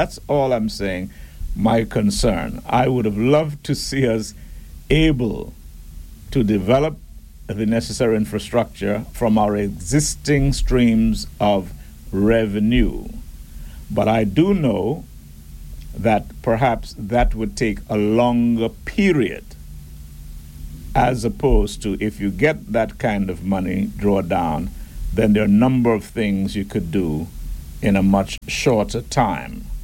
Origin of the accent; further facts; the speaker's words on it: Falmouth, Trelawny, Jamaica; now in Grand Turk, Turks and Caicos Islands; Where I grew up in Falmouth, Jamaica